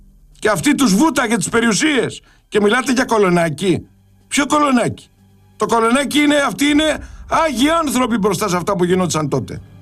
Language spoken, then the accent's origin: Greek; Greece; Αυτοί είμαστε σαν Έλληνες.